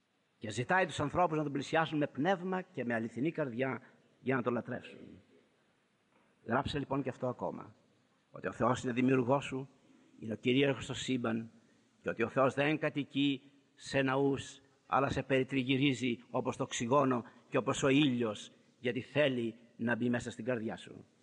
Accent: Greece; born there; Το ότι γεννηθήκαμε στην Ελλάδα δεν είναι και αυτό τυχαίο.

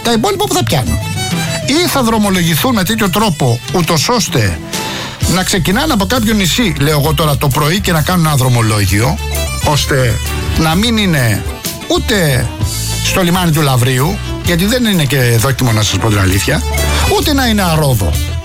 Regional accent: Rafina, Attica, Greece; Εκεί είπε κάποια πράγματα για τον τόπο μου, για το λιμάνι της Ραφίνας

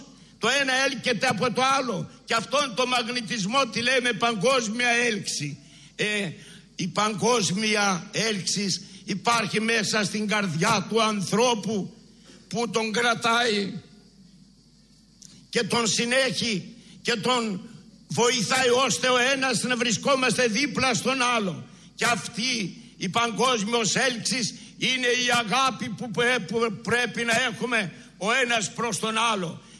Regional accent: Greece; να αγαπούμε την πατρίδα μας την Ελλάδα.

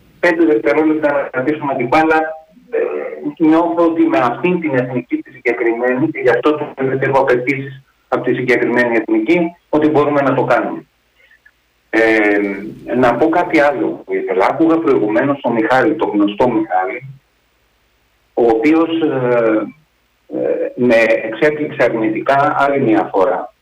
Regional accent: Greece; επειδή είμαι Έλληνας και νιώθω ότι είμαι και εγώ Ευρωπαίος επειδή είμαι Έλληνας

